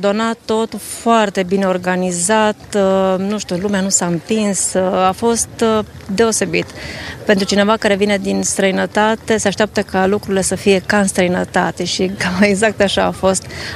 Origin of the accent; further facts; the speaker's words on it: Timișoara, Timiș County, Romania; Două suntem din Timișoara și ne-am dorit foarte mult să ajungem aici la Mănăstirea Nicula.